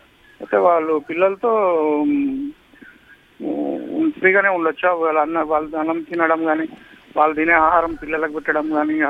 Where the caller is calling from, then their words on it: Hyderabad, Telangana, India; నేను హైదరాబాద్ నుంచి షామ్నాపూర్.